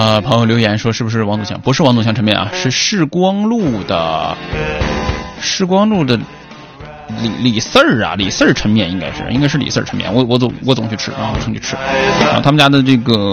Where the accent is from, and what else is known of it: Northeast China, China; also born or lived in Sichuan